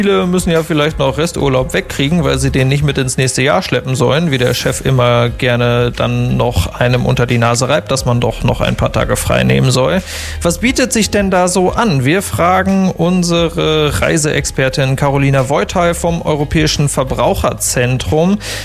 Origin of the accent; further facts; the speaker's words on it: North Rhine-Westphalia, Germany; now in North Sea coast, Germany; als gebürtiger Nordrhein-Westfale